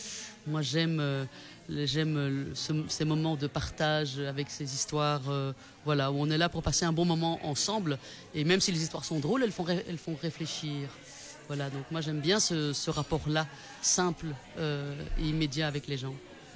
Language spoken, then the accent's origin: French; Brussels, Brussels-Capital Region, Belgium; Moi je viens de Bruxelles